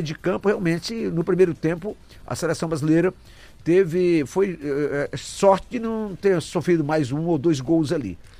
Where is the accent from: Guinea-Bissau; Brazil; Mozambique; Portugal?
Brazil; Não, a gente é brasileiro